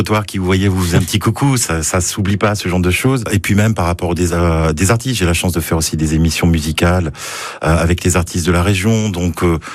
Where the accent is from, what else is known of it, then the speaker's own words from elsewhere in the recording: Guéret, Nouvelle-Aquitaine, France; Alors moi, j'ai grandi en Creuse, je suis creusois, guérétois